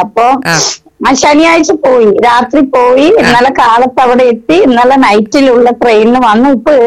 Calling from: Peruvemba, Kerala, India; Peruvamba.

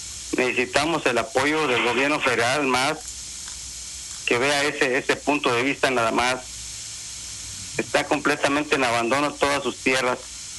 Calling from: Güémez, Tamaulipas, Mexico; Del ejido La Parrita de Güemes.

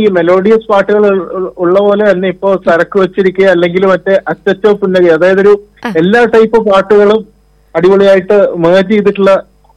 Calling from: Kochi, Kerala, India; ഞാൻ കൊച്ചിന്നാണ്.

